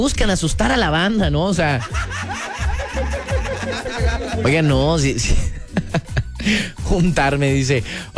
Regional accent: Mexico; Y uno como buen mexicano, Padre Santo, cuando le dicen la salsa pica, ¿qué hace? Le echa más.

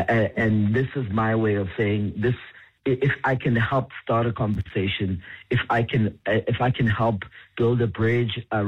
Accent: South Africa; I'm a South African and I know I'm also invested in this country

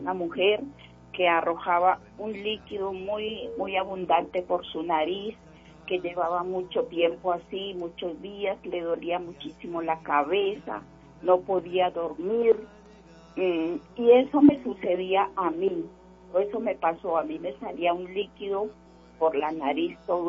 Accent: Barbosa, Santander, Colombia; now in Funza, Colombia; Viajé a un pueblo que se llama Barbosa, Santander, de donde soy oriunda

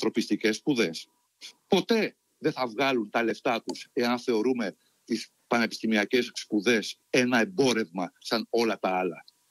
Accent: Greece; moved away as an adult; now in Australia; είμαι ένας Έλληνας πολίτης που φιλοξενείται στην Αυστραλία και περνάει μεγάλο μέρος του χρόνου του εδώ με Έλληνες της Αυστραλίας

